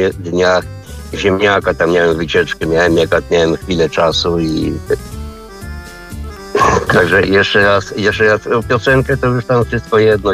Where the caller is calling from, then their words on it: Masovian Voivodeship, Poland; Ale przede wszystkim ja jestem z okolic Proboszczewicy, ale nie koło Płocka.